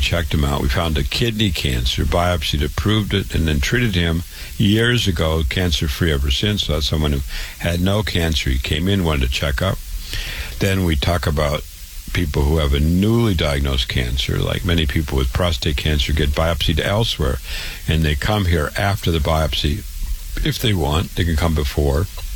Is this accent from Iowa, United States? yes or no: yes; Waterloo, Iowa, United States; I was born and raised in Waterloo, Iowa. I went to public school. I went to university.